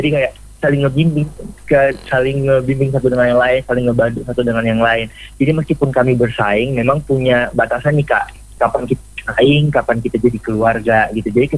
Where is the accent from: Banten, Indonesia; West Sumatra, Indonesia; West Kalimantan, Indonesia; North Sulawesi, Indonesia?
North Sulawesi, Indonesia; mari sama-sama kita banggakan daerah asal kita, Kabupaten Kepulauan Sangihe lebih tepatnya